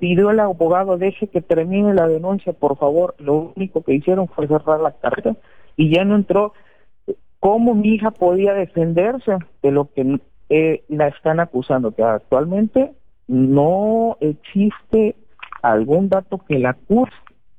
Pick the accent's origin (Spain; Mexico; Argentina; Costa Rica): Mexico; Poza Rica, Veracruz; pues nosotros somos de Poza Rica, Veracruz, fue esta institución.